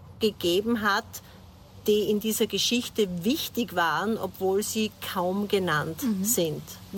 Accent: Leibnitz, Styria, Austria; also born or lived in Graz; Also ich bin zwar in Graz geboren, aber ich bin ewig Leibnizerin, Keindorferin.

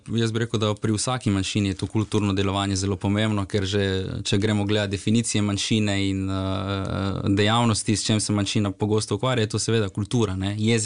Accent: Rijeka, Primorje-Gorski Kotar County, Croatia; Že moje ozadje, da sem reški Slovenc, v bistvu, da prihajam iz Reke

